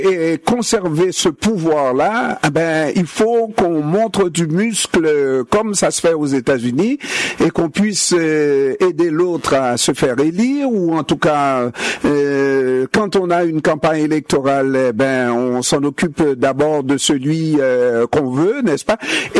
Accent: Quebec, Canada; ça fait quand même un bon petit bout de temps que je suis québécois

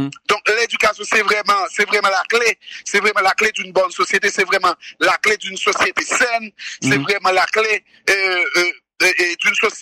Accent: Haiti; Ce qui nous fait défaut en 2026, comme peuple, en tant qu'Haïtien, c'est l'unité.

